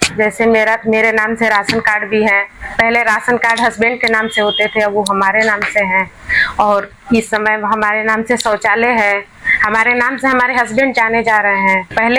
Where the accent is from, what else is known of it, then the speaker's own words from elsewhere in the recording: Misipeti, Uttar Pradesh, India; जी sir नमस्कार, मैं ग्राम पंचायत मिसीपेटी से हूँ।